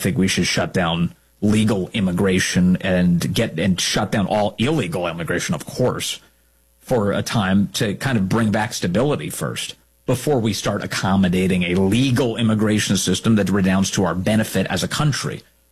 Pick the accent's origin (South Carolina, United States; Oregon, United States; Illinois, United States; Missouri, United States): South Carolina, United States; born there; I was born in South Carolina, Jim. That was I'm very fond of South Carolina. Spent limited time there. I was a Marine brat, you know, so we moved all over the place.